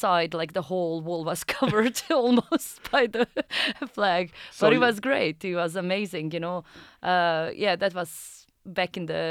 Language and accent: English; Bosnia & Herzegovina; also born or lived in Norway; now in Gothenburg, Sweden; I'm originally from Bosnia, actually.